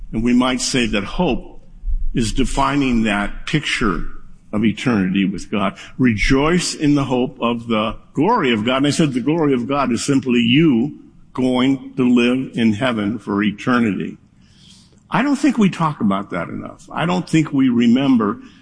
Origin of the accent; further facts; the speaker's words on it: United States; accent: American; I am an American. I don't speak Greek.